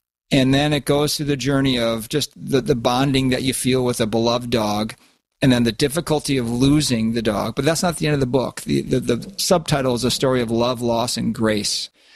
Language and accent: English; Minnesota, United States; born or raised there